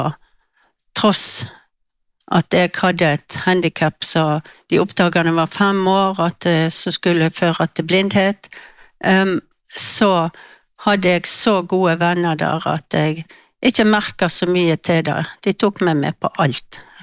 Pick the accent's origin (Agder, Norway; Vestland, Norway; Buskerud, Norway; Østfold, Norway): Vestland, Norway; Austevoll; now in Bergen, Norway; jeg vokste opp i Austevoll i bygd som heter Kolbensvik. Der bodde jeg sammen med mine foreldre og tre søsken, to eldre brødre og en yngre søster.